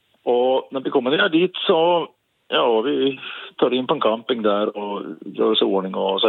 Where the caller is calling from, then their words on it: Jämtland County, Sweden; solen här är väl ungefär som hemma i Jämtland.